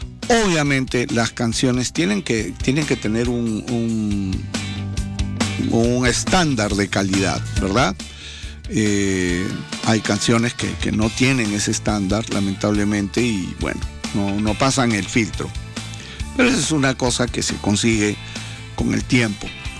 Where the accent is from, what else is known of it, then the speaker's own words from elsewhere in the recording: Peru; siendo peruanos